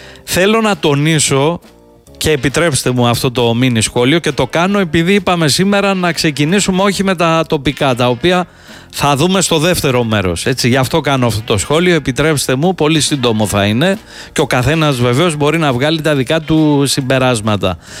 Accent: Greece

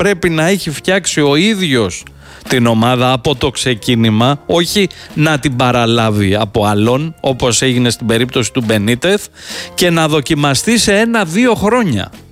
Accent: Greece

